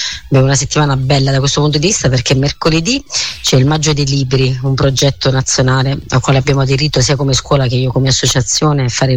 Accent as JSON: {"language": "Italian", "town": "Lesina", "region": "Apulia", "country": "Italy", "said": "E lo realizzeremo in un teatro qui a 15 km dal mio paese, che è un po' più grande, perché non abbiamo un teatro così grande qui a Lesina."}